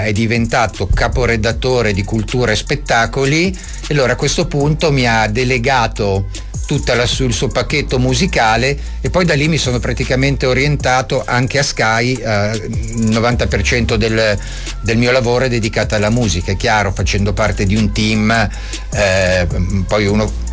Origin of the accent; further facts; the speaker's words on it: Genoa, Liguria, Italy; moved away as an adult; now in Milan, Italy; io sono originario di Genova come nascita